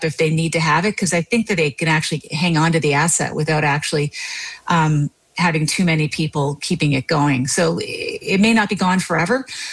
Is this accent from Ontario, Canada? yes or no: no; Sydney, Nova Scotia, Canada; I come from a steel town. I grew up in Sydney, Nova Scotia.